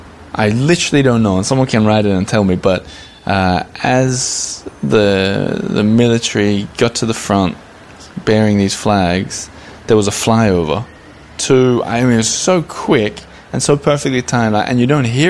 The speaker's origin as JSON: {"language": "English", "country": "Australia", "said": "similar to how I felt a bit sort of out of place as an Australian there"}